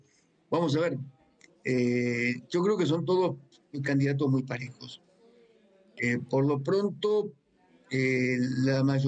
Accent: Argentina; Yo como argentino

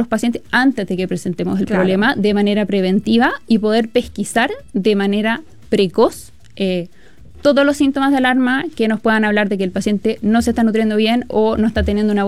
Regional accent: Chile; algo culturalmente como chilenos lo tenemos súper incluido

